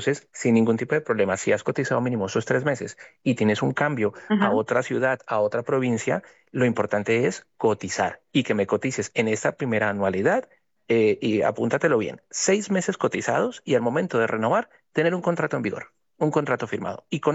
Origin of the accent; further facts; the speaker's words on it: Colombia; now in Spain; entiendo que eres de origen colombiano como muchos de nosotros y nosotras, nosotros no somos españoles de origen